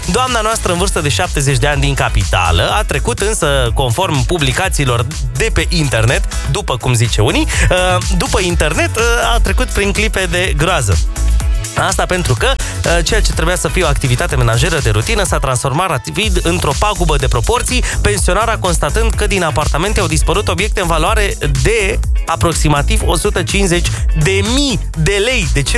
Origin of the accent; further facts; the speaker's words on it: Romania; că sunt român, bate o inimă de pui de dac în pieptul meu